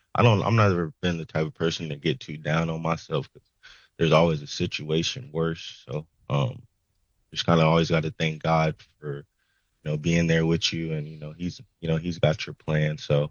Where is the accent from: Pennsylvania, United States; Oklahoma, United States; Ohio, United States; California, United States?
Oklahoma, United States; Lawton; born there; I was born on Fort Sill. They were both stationed on Fort Sill. Military base out there in Lawton, Oklahoma. So I lived out in Lawton, Oklahoma for a quite extensive time, probably until like middle school, and then we ended up moving up to Oklahoma City.